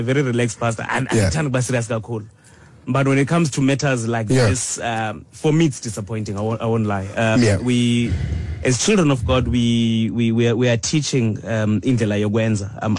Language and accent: English; South Africa; I'll say this as a South African